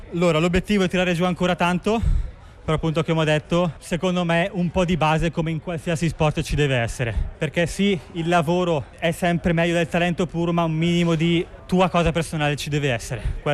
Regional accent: Brembate di Sopra, Lombardy, Italy; Brembate di Stupa, squadra del mio paese.

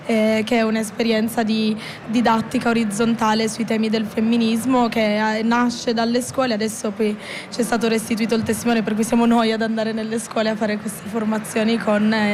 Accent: Turin, Piedmont, Italy; Io sono torinese, sì, studio lettere moderne a Palazzo Nuovo

